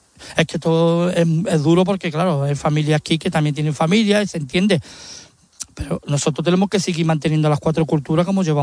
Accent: Spain; Pero yo soy español de pura cepa, vamos, yo mato por España.

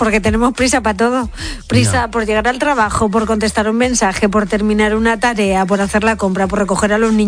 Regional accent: Spain; es verdad que los españoles somos los europeos que menos tiempo dedicamos al almuerzo

